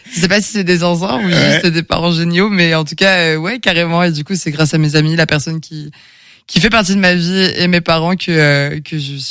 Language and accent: French; Angers, Pays de la Loire, France; je viens d'Angers, je suis auteure, compositrice et interprète.